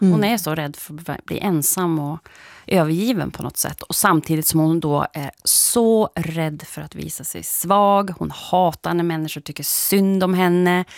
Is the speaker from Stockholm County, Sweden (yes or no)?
no; Krokom, Jämtland County, Sweden; also born or lived in Umeå / Sävar; Då hamnade vi i Krokom, och det är alltså utanför Östersund.